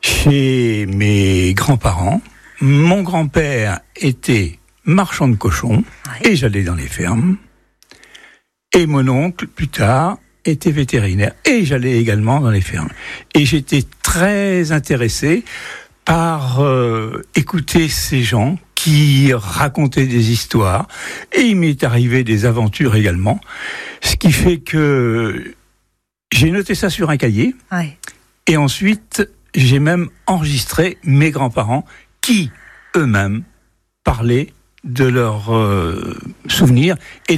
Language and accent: French; Rouen, Normandy, France; born there; Oh, je suis né par accident à Rouen.